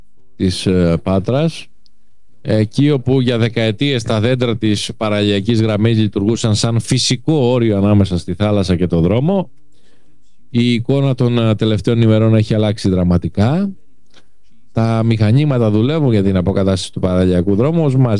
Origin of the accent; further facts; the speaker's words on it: Patras, Western Greece, Greece; πρέπει να τα ξέρουμε και ως πατρινοί.